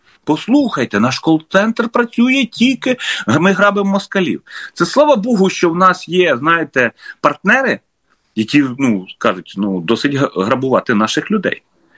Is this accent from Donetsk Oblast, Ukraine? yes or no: no; Dnipropetrovsk Oblast, Ukraine; моєї рідної області, Дніпровської